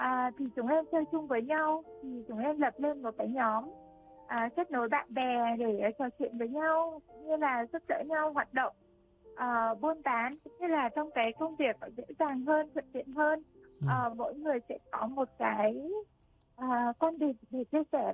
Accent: Central Vietnam, Vietnam; now in Củ Chi, Vietnam; miền Trung chứ không phải là người miền Bắc, cũng không phải là người miền Nam. Em là người miền Trung.

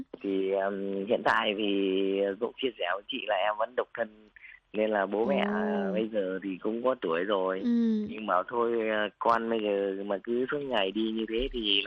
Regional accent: Thanh Hoa, Vietnam; now in Hưng Yên, Vietnam; Em ở Thanh Hóa chị ạ.

